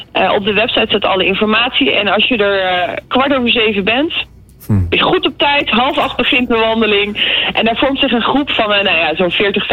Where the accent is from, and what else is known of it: Netherlands